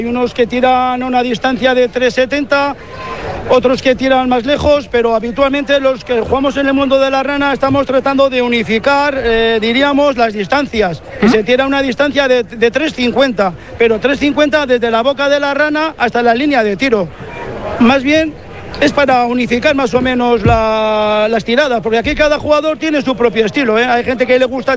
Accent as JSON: {"language": "Spanish", "town": "La Arboleda", "region": "Basque Country", "country": "Spain", "said": "A ver, yo soy de la Arboleda y suelo hacer algún torneo pues al cabo del año, ¿no?"}